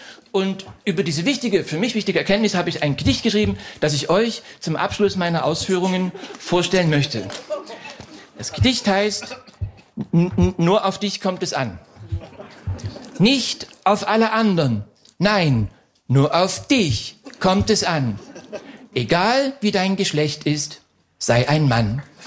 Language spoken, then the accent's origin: German; East Germany, Germany; Ich bin auch im Sozialismus groß geworden mit meiner Mutti.